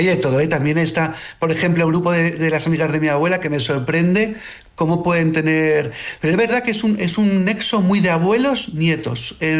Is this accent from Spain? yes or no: yes; Alcázar de San Juan, Castilla-La Mancha, Spain; yo, por ejemplo, soy de Alcázar de San Juan, un pueblo de Ciudad Real